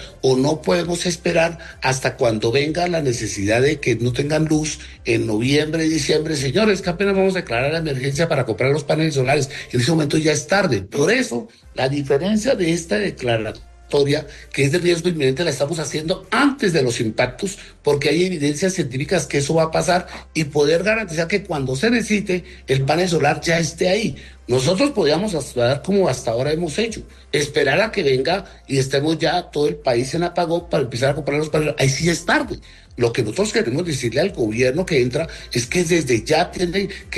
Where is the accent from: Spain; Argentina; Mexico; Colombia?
Colombia; es que como colombianos hacer una veeduría